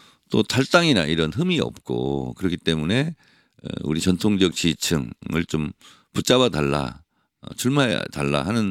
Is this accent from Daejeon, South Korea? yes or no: yes; Daejeon, South Korea; moved away; also born or lived in Chungcheong; 충청이 낳고 대전이 기르고 처갓집은 전남 강진이고 지역구는 서울이고